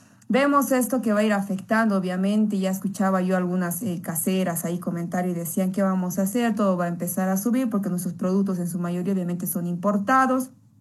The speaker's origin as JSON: {"language": "Spanish", "country": "Bolivia", "said": "Entonces, somos los bolivianos los que estamos pagando."}